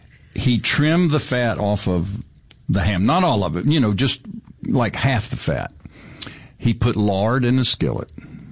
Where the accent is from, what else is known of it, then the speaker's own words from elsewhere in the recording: Boonville, United States; We're talking about growing up in Boonville and, you know, our families.